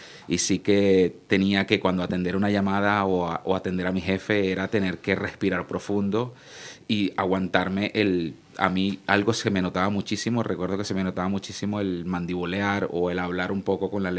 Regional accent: Venezuela; now in Spain; mi familia se había recién venido a España, yo soy de Venezuela, se había recién venido a España

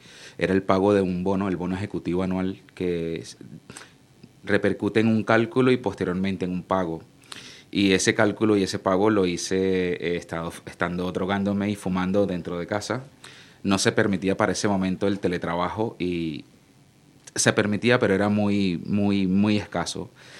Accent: Venezuela; now in Spain; mi familia se había recién venido a España, yo soy de Venezuela, se había recién venido a España

